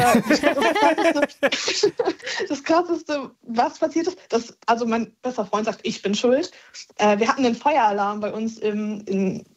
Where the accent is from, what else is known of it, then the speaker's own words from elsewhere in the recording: North Rhine-Westphalia, Germany; ich komme aus dem Ruhrpott.